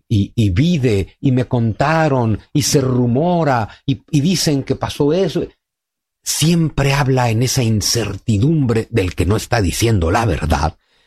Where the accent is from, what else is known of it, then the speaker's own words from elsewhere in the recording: Mexico; como decimos en México